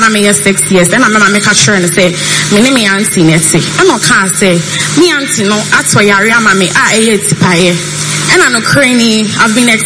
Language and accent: English; Ashaiman, Greater Accra, Ghana; I'm from Ashaman.